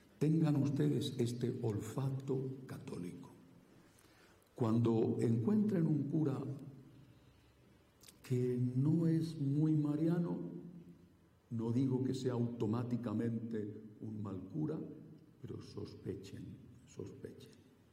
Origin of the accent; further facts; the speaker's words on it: Castile, Spain; en los pueblos, sobre todo de mi tierra, de Castilla